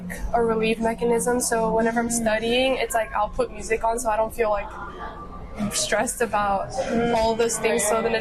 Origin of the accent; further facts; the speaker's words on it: South Korea; also born or lived in Hong Kong; I go to SFS and I'm from Korea. I lived in Korea for 6 years and then I was living in Hong Kong before that.